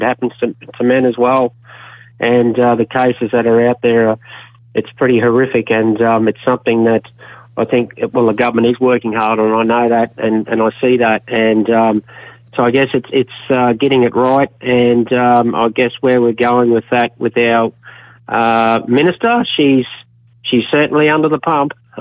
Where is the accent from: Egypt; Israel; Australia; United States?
Australia; Kalapa, Queensland; born there; I went to Calapa State Primary.